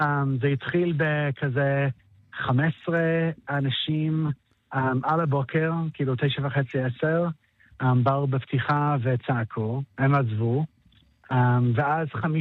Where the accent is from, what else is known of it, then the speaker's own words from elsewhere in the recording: Jerusalem, Jerusalem District, Israel; תשמע, אני ירושלמי, אני רוצה יותר מקומות ללכת אליהם בשבת